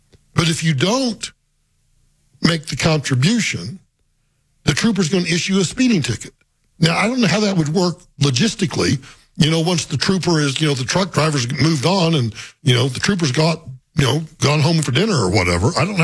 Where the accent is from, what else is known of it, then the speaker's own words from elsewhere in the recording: Guymon, Oklahoma, United States; moved away; my little hometown of Guymon, Oklahoma